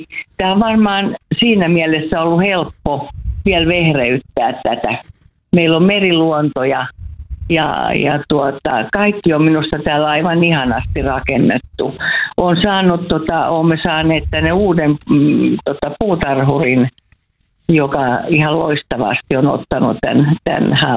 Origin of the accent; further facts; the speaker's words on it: Kotka, Kymenlaakso, Finland; Soittelen täältä kotikaupungistani Kotkasta.